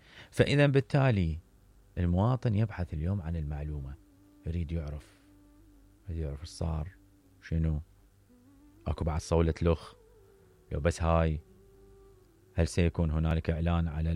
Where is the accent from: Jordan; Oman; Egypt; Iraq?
Iraq; نحن كمواطن عراقي